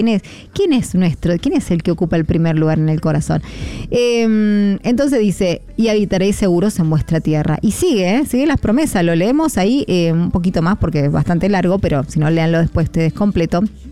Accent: Argentina

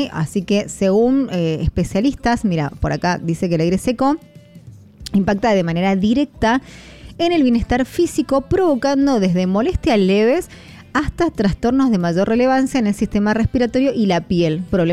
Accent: Mendoza, Argentina; Qué mal que nos hace el viento sonda, o no, a los mendocinos. Por más que somos de Mendoza, vivimos aquí en Mendoza y estaríamos supuestamente acostumbrados al viento sonda.

